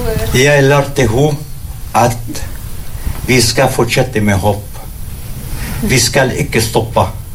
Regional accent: Palestine; Norwegian is a second language; now in Norway; Jeg er fra Palestina.

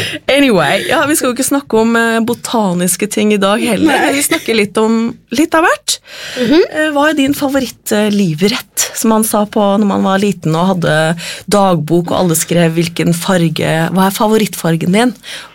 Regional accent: Trondheim, Trøndelag, Norway; når jeg vokste opp I Trondheim

